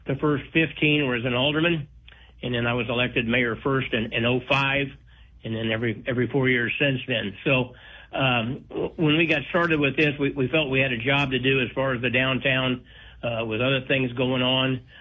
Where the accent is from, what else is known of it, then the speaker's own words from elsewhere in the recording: Paxton, United States; I was born in Paxton, raised in Paxton. My mother is 96 years old. She still lives on the other side of town.